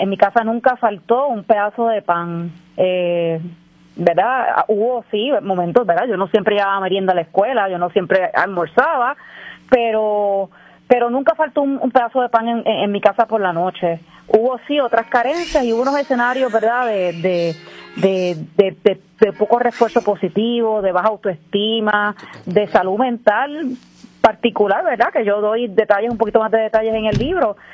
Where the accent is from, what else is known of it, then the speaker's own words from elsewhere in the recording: Puerto Rico; Yo soy de Cupey, Puerto Rico. La cuna de Tito Trinidad.